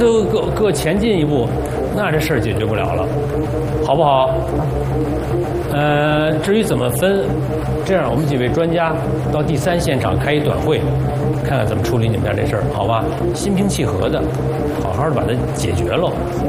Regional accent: Beijing, China; 这是咱们北京人该做的事儿吗？

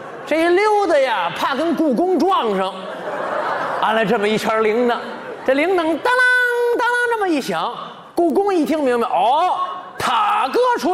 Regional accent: Beijing, China; 咱们北京人都知道，一著名的公园

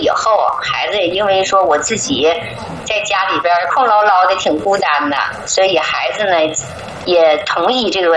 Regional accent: Dalian, Liaoning, China; born there; now in Beijing, China; 我那个现在户籍是北京户籍，但是我的出生地是在大连。

